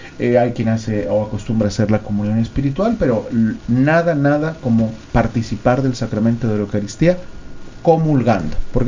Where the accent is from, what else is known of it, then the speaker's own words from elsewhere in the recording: Mexico; en el caso nuestro de México es Santa María de Guadalupe